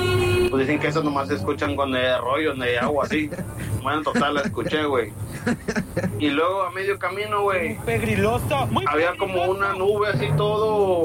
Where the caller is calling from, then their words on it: San Luis Potosí, Mexico; Yo soy de San Luis, allá en el rancho de mis jefes.